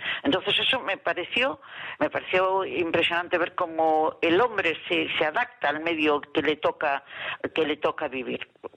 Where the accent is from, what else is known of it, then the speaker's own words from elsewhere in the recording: Galicia, Spain; yo soy gallega, me recordó mucho a mi tierra